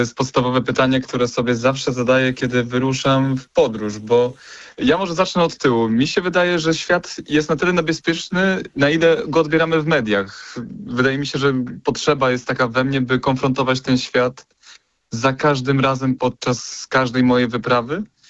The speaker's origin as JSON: {"language": "Polish", "town": "Puck", "region": "Pomeranian Voivodeship", "country": "Poland", "tie": "born there", "moved": "yes", "lives_now": "Wrocław, Poland", "said": "We Wrocławiu w tym momencie mieszkam, we Wrocławiu w tym momencie studiuję, natomiast urodziłem się w Pucku. Na wszystkich moich dowodach, wszystkich moich dokumentach miejsce urodzenia to jest właśnie Puck. Tam też mam nieopodal moją rodzinę, moich przyjaciół."}